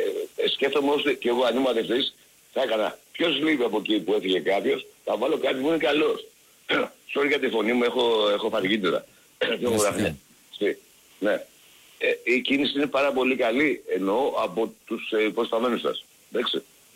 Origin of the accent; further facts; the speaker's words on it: Aigio, Western Greece, Greece; Με θυμάσαι ποιος είμαι εγώ από το Αίγιο, έτσι?